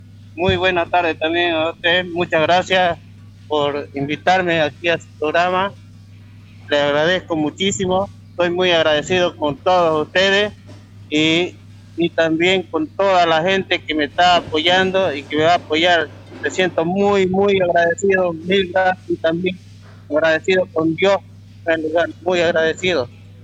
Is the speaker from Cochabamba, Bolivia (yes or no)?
no; Pampa Grande, Santa Cruz, Bolivia; now in La Recta, Bolivia; Soy de Pampa Grande y vivo en La Recta.